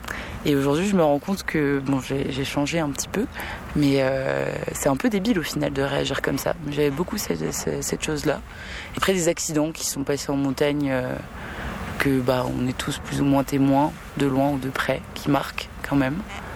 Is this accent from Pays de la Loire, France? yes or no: yes; Nantes, Pays de la Loire, France; je viens d'un milieu très marin, très nautique, et puisque je viens de Nantes.